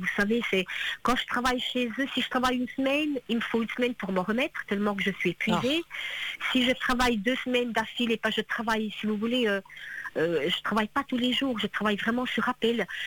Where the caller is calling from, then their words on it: Switzerland; comme je suis en Suisse